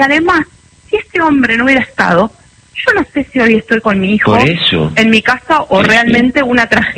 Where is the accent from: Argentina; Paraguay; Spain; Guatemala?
Argentina; Macachín, La Pampa; born there; now in Toay, Argentina; Yo nací en Macachín, pero hace 20 años que estoy acá.